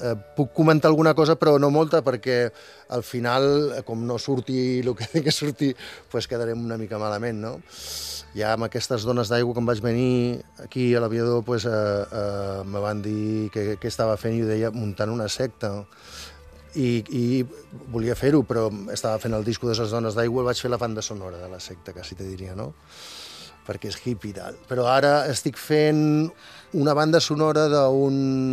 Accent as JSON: {"language": "Catalan", "town": "Girona", "region": "Catalonia", "country": "Spain", "said": "Jo soc de Girona, jo soc de Girona."}